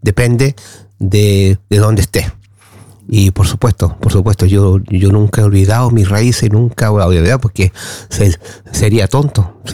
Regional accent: Chile; now in Västerås, Sweden; soy de Suecia, soy chileno, represento, vengo de Suecia, pero también de Chile

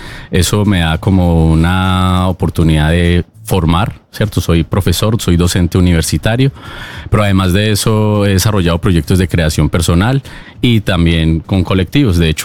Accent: Bogotá, Colombia; born there; now in Pereira, Colombia; Pues mira, yo soy colombiano, nací en la ciudad de Bogotá, pero vivo en Pereira, que es una ciudad del eje cafetero

